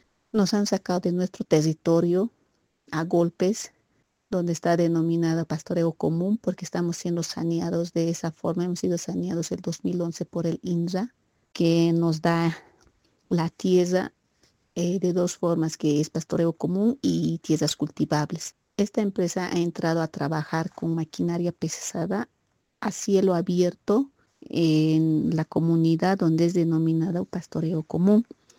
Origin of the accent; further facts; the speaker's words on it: Totoral Chico, Poopó province, Oruro, Bolivia; Soy de la comunidad Totoral Chico. La comunidad Totoral Chico está ubicado en el distrito de Vizcaya, en el municipio de Pasña, provincia Popó, departamento de Oruro, Oruro, Bolivia.